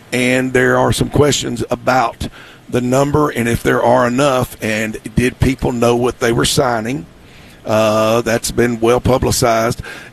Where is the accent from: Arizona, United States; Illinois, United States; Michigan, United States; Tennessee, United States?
Tennessee, United States; Nashville; I grew up in East Nashville. I grew up on the other side of Shelby Park.